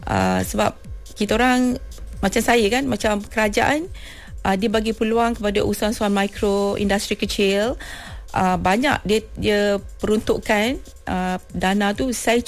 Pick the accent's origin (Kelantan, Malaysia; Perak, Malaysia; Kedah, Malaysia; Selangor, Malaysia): Kedah, Malaysia; Lunas; now in Kuala Lumpur, Malaysia; Saya berasal daripada Kedah.